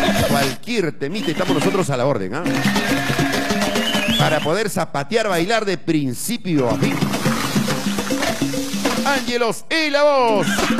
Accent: Peru

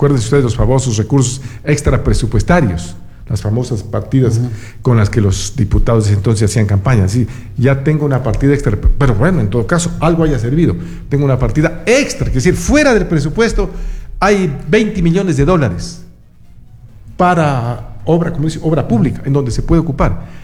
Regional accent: Loja, Ecuador; venimos de Loja y Loja es Loja.

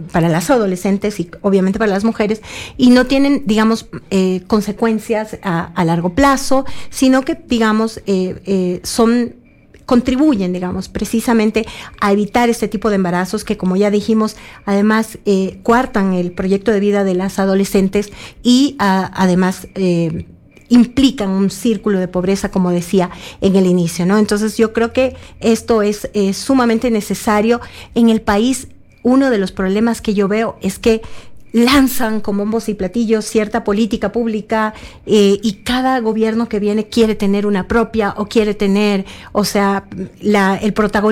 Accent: Esmeraldas, Ecuador; now in Quito, Ecuador; yo soy de Esmeraldas, vivo ya muchos años acá en Quito, pero yo soy de Esmeraldas

